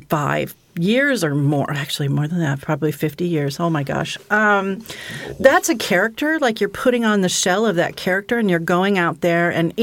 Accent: Midwest, United States; we're from the Midwest.

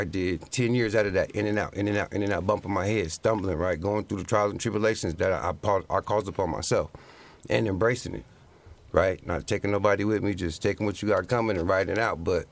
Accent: Fairfield, California, United States; moved away; also born or lived in Hoopa, California; I was raised in Fairfield, California, 707.

